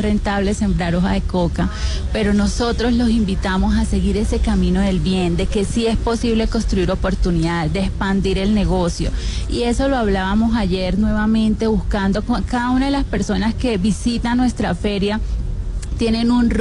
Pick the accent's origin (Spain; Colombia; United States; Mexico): Colombia; Ocaña, Norte de Santander; Bueno, les quiero contar de mi tierra, de Ocaña. Soy de Ocaña, Norte de Santander, orgullosa de esa tierra